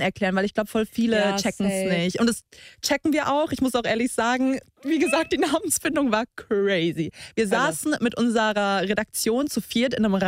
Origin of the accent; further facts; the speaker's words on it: Karlsruhe, Baden-Württemberg, Germany; moved away as an adult; now in Cologne, Germany; Ich bin 24 und ich stehe dazu. Wir kommen ursprünglich beide aus Karlsruhe, beziehungsweise so Umgebung, und sind jetzt zusammen nach Köln gezogen, in unsere Traumwohnung.